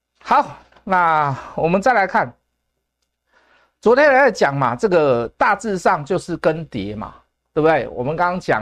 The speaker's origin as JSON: {"language": "Chinese", "country": "Taiwan", "said": "这个韩国人比我们台湾人还不会做股票了"}